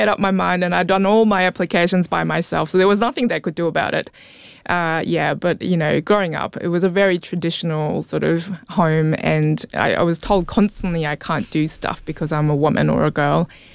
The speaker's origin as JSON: {"language": "English", "region": "Auckland", "country": "New Zealand", "tie": "born or raised there", "also_born_or_lived": "South Korea", "second_language": "English", "said": "Yeah, so I identify myself as a Korean Kiwi. I was born in Korea and moved over to Auckland as a family in 1992. So that was after I finished primary school, and I did all of my schooling in Auckland"}